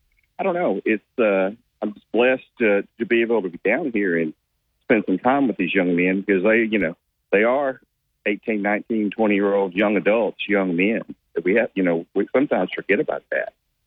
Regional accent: Monticello, Arkansas, United States; I'm from Monticello High School

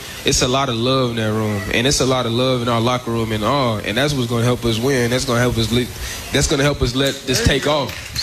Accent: Arkansas, United States; I love my hometown state.

